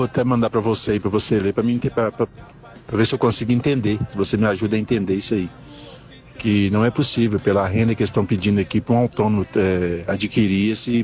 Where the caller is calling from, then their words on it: Sete Lagoas, Minas Gerais, Brazil; eu sou aqui da cidade de Sete Lagoas, Minas Gerais.